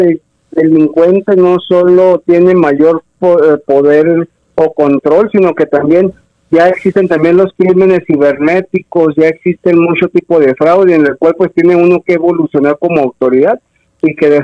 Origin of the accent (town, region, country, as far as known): Mexico